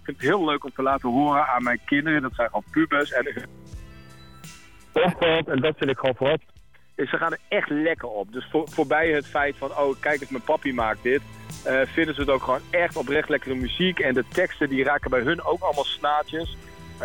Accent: Groningen, Netherlands; now in The Hague, Netherlands; ik ben een Groninger die ooit eens geëmigreerd is naar Den Haag. En ik ben Den Haag echt super gaan waarderen. Ik vind het zo'n fijne stad.

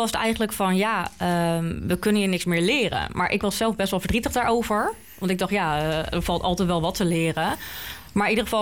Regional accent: The Hague, South Holland, Netherlands; born or raised there; now in Zoetermeer, Netherlands

